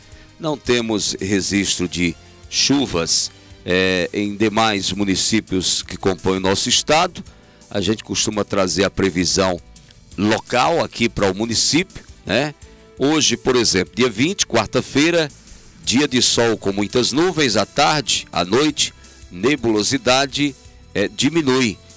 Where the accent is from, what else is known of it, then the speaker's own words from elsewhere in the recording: Brazil; a gente é brasileiro